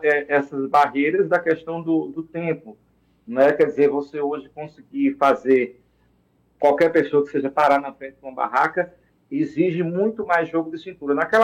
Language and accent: Portuguese; Quiuma, Pernambuco, Brazil; born there; Eu nasci em Quiuma, entre Teume e Carpina.